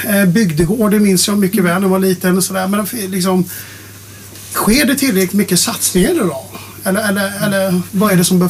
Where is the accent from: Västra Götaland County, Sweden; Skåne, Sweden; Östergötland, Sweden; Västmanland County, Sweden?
Västra Götaland County, Sweden; jag är uppväxt i Dalsland och jag vet hur det var liksom att gå 2 mil för att komma till Vänersborg